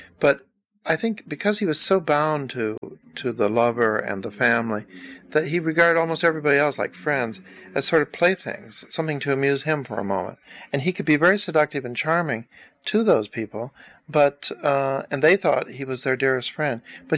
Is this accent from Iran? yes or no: no; Texas, United States; whereas I'm white trash from Texas.